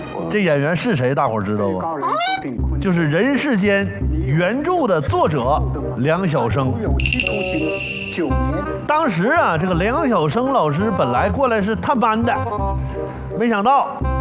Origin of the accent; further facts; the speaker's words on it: Northeast China, China; 你看咱们东北人就是很多深层的情感吧，他不太外露，很少往外表达，